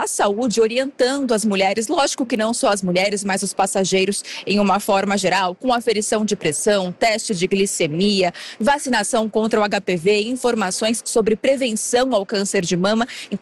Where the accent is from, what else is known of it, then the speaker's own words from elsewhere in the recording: Rio de Janeiro, Brazil; now in Pernambuco, Brazil; Eu sou suspeita de falar, Fernanda, porque eu sou carioca, mas moro em Pernambuco há 25 anos